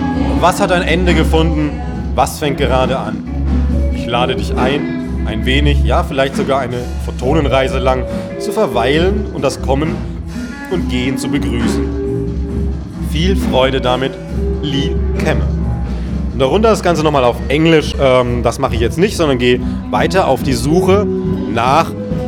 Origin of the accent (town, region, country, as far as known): Würzburg, Bavaria, Germany; now in Leipzig, Germany